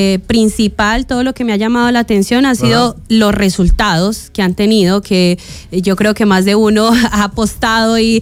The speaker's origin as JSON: {"language": "Spanish", "country": "Colombia", "said": "demostrar lo que somos capaces los colombianos"}